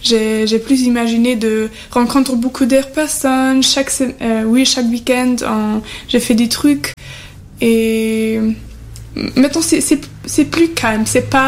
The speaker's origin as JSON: {"language": "French", "town": "Halle", "region": "Saxony-Anhalt", "country": "Germany", "second_language": "French", "moved": "as an adult", "lives_now": "Chatou, France", "said": "en fait, je viens d'Allemagne. À Halle, c'est un petit village dans l'est d'Allemagne. Ici, je fais un service civique pour un an."}